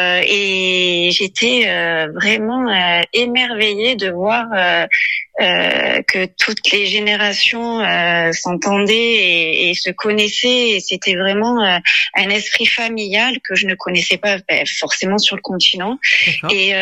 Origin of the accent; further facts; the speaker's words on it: Marseille, Provence-Alpes-Côte d'Azur, France; donc je suis arrivée en Corse en 2004, parce que je suis de Marseille de base, mais mes racines sont corses